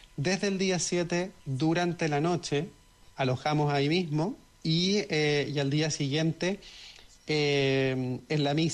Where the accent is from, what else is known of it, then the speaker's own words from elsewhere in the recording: Chile; yo creo que como todo buen chileno soy muy devoto de la Virgen del Carmen